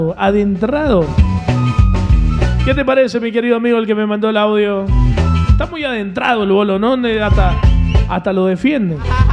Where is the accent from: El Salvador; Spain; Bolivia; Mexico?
Bolivia; Santa Cruz; Yo leo porque soy camba. Yo tomo somó porque soy camba, digamos, ¿no?